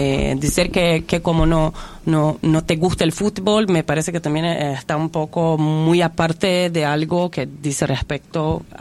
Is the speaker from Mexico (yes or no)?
no; Brazil; moved away; soy brasileña